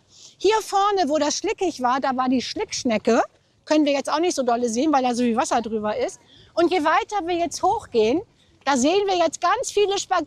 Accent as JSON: {"language": "German", "town": "Cuxhaven", "region": "Lower Saxony", "country": "Germany", "said": "Ich komme aus Cuxhaven, ne? Und wir sind schon selber als Kinder hier im Watt rumgelaufen."}